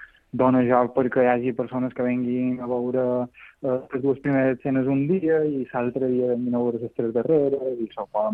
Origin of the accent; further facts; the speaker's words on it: Alcúdia, Balearic Islands, Spain; Sí, jo som d'Alcúdi, sí